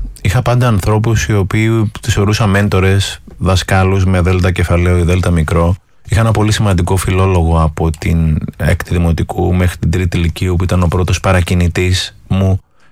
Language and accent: Greek; Greece; Έχουμε ένα πρόβλημα σαν Έλληνες.